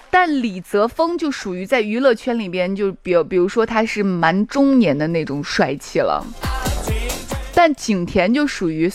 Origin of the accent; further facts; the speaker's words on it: Xi'an, Shaanxi, China; 我是来自长安县的